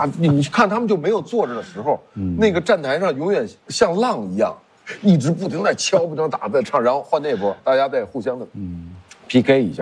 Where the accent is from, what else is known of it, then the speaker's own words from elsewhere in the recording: China; 我们中国人